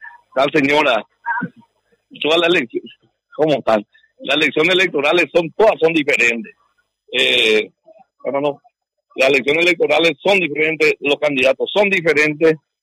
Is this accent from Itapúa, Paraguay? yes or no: yes; Fram, Itapúa, Paraguay; soy frameño con identidad frameña. Y voto y ejerzo mi derecho en mi pueblo.